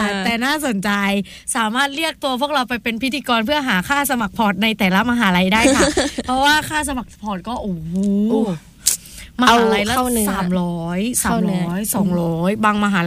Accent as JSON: {"language": "Thai", "region": "Phang Nga", "country": "Thailand", "accent": "southern", "said": "คนพังงาเมืองสวยในหุบเขาค่ะ"}